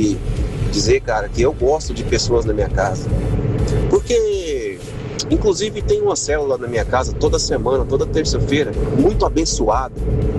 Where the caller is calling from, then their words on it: Trindade, Brazil; sou de Trindade e tô aqui no Rala.